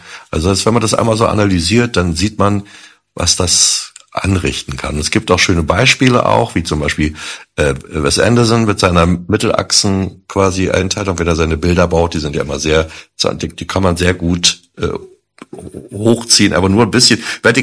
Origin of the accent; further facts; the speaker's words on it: Berlin, Germany; als Berliner